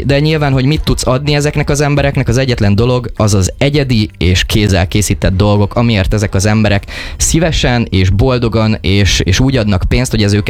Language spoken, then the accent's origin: Hungarian; Hungary; magyarok vagyunk, és nem olaszok